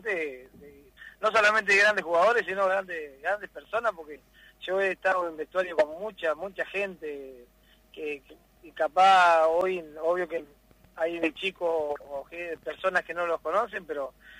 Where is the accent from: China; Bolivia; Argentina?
Argentina; Concepción del Uruguay, Entre Ríos; yo soy del barrio La Concepción